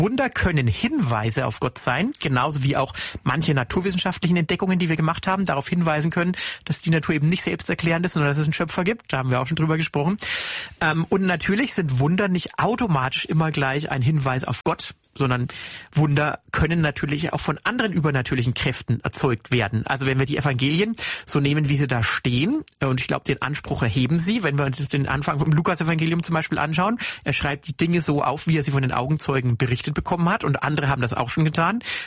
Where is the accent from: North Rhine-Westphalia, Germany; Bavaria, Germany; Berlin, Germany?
Bavaria, Germany; Hof; Nur Hof an der Saale, wo ich groß geworden bin, da gibt's das leider nicht im Krankenhaus, da gibt's keine Neurochirurgie, ist halt ein kleineres Provinzkrankenhaus.